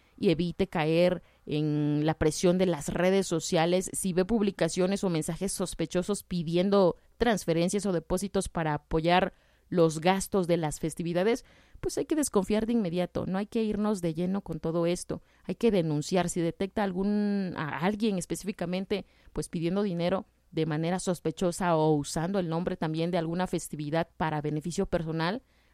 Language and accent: Spanish; Oaxaca, Mexico; ¿Y qué tenemos que hacer nosotros como, pues, oaxaqueños, como locales?